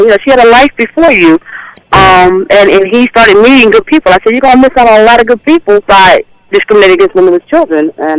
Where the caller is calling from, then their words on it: Palm Beach, Florida, United States; I'm actually calling from Palm Beach, Florida.